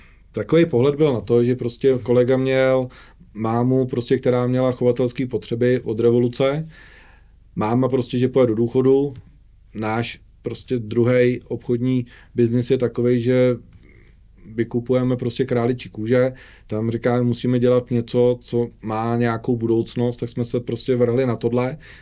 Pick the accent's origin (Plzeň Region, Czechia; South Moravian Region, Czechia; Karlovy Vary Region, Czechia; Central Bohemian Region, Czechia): Central Bohemian Region, Czechia; Ano, přesně tak, prostě já jsem asi čtvrtá generace, která v té vesnici už jako žije